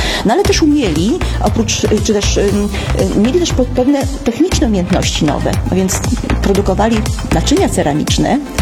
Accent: Lublin Voivodeship, Poland; u nas na Lubelszczyźnie

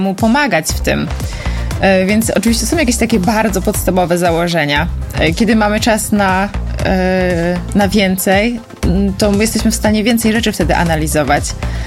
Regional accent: Żagań, Lubusz Voivodeship, Poland; moved away as an adult; also born or lived in London

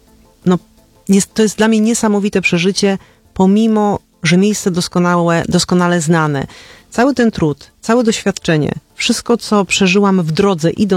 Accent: Częstochowa, Silesian Voivodeship, Poland; Ja tak o te Częstochowe pytam nie bez kozery, bo jestem sama częstochowianką

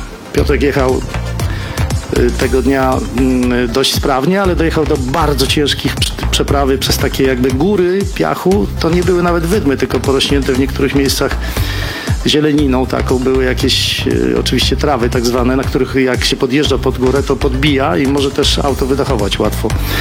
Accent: Białystok, Podlaskie Voivodeship, Poland; czyli Białystok Podlaskie, jestem stąd, za każdym razem dumnie wiozę logo, za każdym razem pamiętam o tym, że jestem że mam tu kibiców, że mam tutaj Białostoczan, którzy trzymają mocno kciuki.

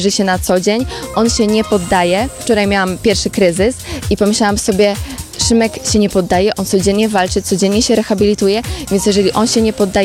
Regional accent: Warsaw, Masovian Voivodeship, Poland; Jestem z Warszawy.

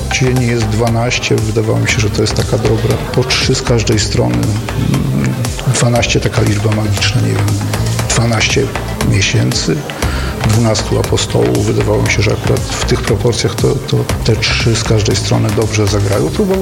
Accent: Zamość, Lublin Voivodeship, Poland; born there

